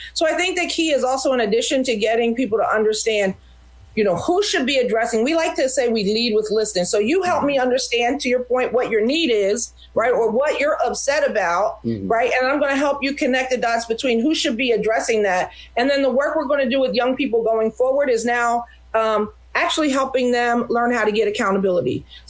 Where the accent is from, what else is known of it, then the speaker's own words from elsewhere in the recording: United States; I come from Montgomery County.